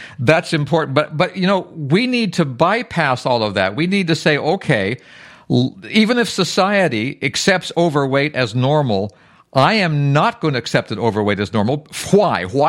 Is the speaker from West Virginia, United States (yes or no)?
yes; West Virginia, United States; and I'm from West Virginia, and not so much.